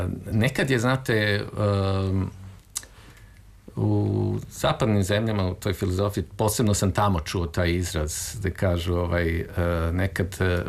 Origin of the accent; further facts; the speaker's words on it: Belgrade, Serbia; Moj prvi dom, ja sam rođen u Beogradu i prvi dom je bio na Slavi